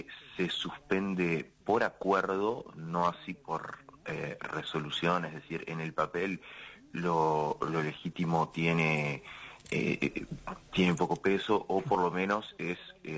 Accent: Tacuarembó, Uruguay; now in Rivera, Uruguay; soy de Tacuarembó y, bueno, también nos afecta a los que somos hijos adoptivos de Rivera.

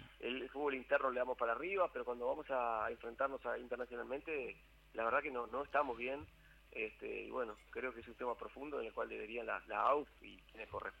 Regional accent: Uruguay; muy parecido a lo que somos nosotros los uruguayos.

